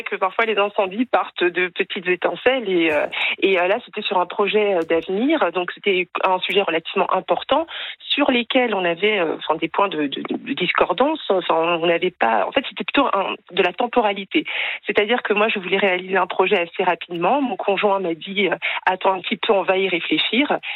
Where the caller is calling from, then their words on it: Bayeux, Normandy, France; Je suis du côté de Bayeux, près des Tapisseries.